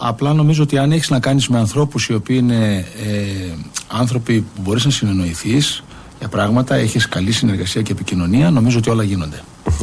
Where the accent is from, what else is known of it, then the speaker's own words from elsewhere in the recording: Karpero, Western Macedonia, Greece; στο χωριό μου, το Καρπερό Γρεβενών.